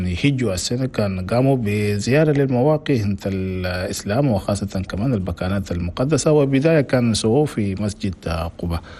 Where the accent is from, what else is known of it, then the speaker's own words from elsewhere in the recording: Chad; أنا بلدنا تشاد دي نشرة الأخبار